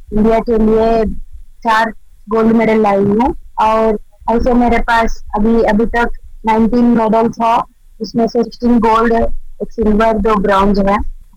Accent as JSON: {"language": "Hindi", "region": "Andhra Pradesh", "country": "India", "second_language": "Hindi", "said": "मैं आंध्र प्रदेश से हूँ"}